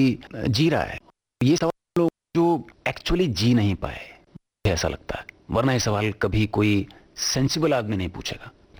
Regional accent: Delhi, India; मैं दिल्ली में पैदा हुआ, पला बड़ा वहीं पे

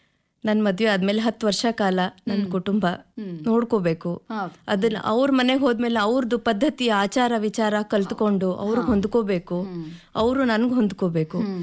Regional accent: Raichur, Karnataka, India; ನನ್ನ ಹುಟ್ಟೂರು ರಾಯಚೂರು. ನಾನು ಮೂಲತಃ ರಾಯಚೂರಿಂದ ಬಂದಳು. ನನ್ನ ಬಾಲ್ಯ ಎಲ್ಲ ರಾಯಚೂರಲ್ಲಿ ಆಗಿದ್ದು.

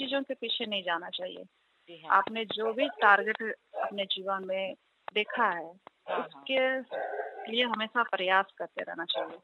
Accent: Jharkhand, India; मैं विशेष रूप से कुमारडोंगी ब्लॉक पड़ता है मेरा, और मैं गांव पड़ता है मेरा दोहड़ी गांव से बिलोंग करती हूँ।

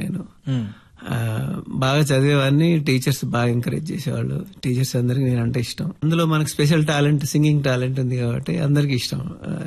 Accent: Satapur, Telangana, India; moved away; నా బాల్యం అంటే మా ఊరు సాటాపూర్ గ్రామం. అక్కడే అంటే ప్రైమరీ ఎడ్యుకేషన్ అంతా అక్కడే, తర్వాత నీలా రేంజల్లో high school education and Bodhan మధుమలంచ కాలేజీలో ఇంటర్

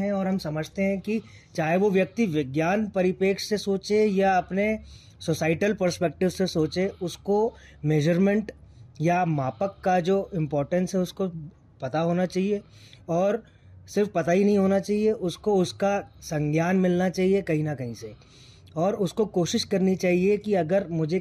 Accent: Bhopal, Madhya Pradesh, India; हम भोपाल से हैं

